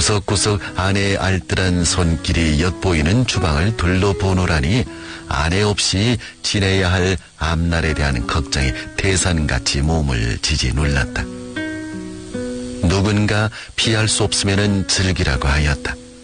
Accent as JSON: {"language": "Korean", "area": "Yanbian", "region": "Jilin", "country": "China", "said": "우리 고향 연변의 무궁한 발전을 기원하며"}